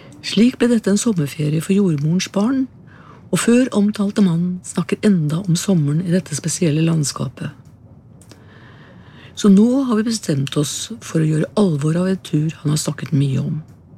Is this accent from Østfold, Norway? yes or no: yes; Hobøl, Østfold, Norway; born there; now in Våler, Norway; Hjemme i Hobble var den årvis i mai-juni, men i Våler har jeg ikke funnet den på flere år.